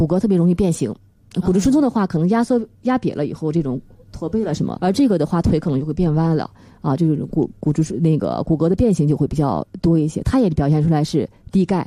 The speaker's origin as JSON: {"language": "Chinese", "country": "China", "said": "我们中国人"}